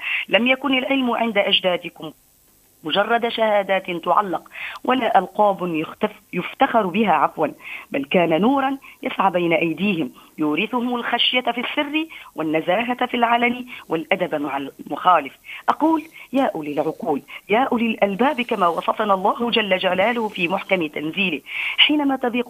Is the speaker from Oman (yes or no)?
no; Tunisia; بلادنا تونس